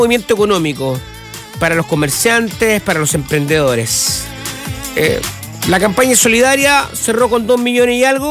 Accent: La Serena, Coquimbo, Chile; yo soy de La Serena

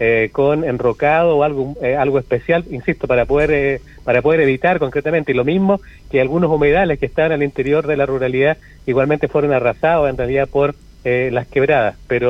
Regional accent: Chile; somos chilenos

